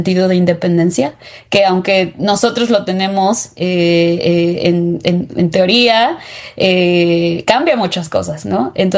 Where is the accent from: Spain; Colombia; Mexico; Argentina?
Mexico; nosotras ambas somos de México